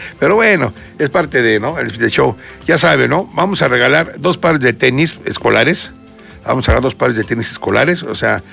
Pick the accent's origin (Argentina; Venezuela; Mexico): Mexico; se vale regatear, se vale, no, ahí somos mexicanos.